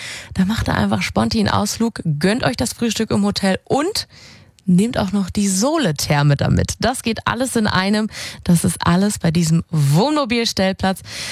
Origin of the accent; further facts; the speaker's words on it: Saxony, Germany; Das ist mehr oder weniger direkt vor der Haustür und den sächsischen Tourismus als Sachse stärken.